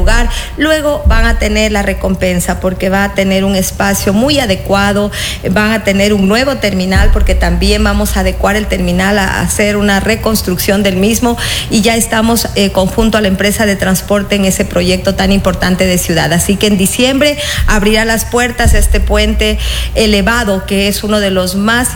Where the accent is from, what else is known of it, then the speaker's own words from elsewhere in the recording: Santo Domingo, Santo Domingo de los Tsáchilas, Ecuador; also born or lived in Quito; Nacimos en Quito, pero al mes de nacidos vinimos a Santo Domingo. Así que yo me siento santodomingueña